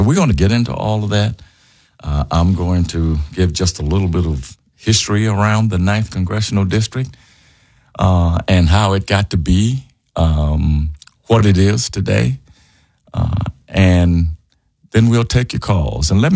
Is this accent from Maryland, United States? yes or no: no; Panola County, Mississippi, United States; now in Memphis, United States; But other than that, I grew up around here in Mississippi, just south of here in Panola County. And so I've always considered Memphis home.